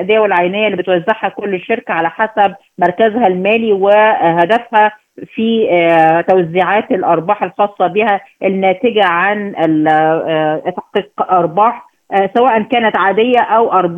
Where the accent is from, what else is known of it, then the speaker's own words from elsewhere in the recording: Egypt; عندنا في مصر